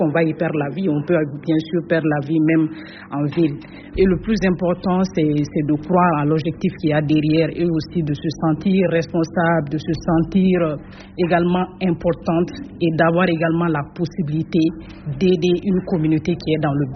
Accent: Mali

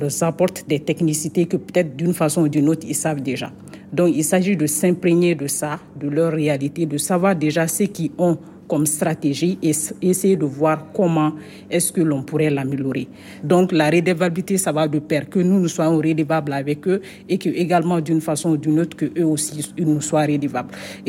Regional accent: Mali

